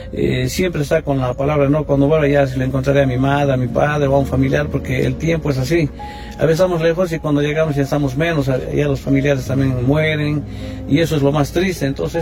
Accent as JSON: {"language": "Spanish", "town": "Tarabujillo", "region": "Chuquisaca", "country": "Bolivia", "tie": "born or raised there", "lives_now": "Tarija, Bolivia", "said": "Ya hace 17 años que vivo acá en Tarija. Yo soy de Sucre y me vine a por ese lado buscando un futuro mejor."}